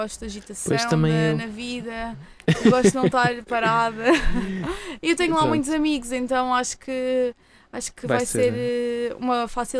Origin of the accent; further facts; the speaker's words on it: Porto de Mós, Centro, Portugal; sou de Porto Mós, é uma zona mais recatada, tipo, não é uma cidade, não se passa muita coisa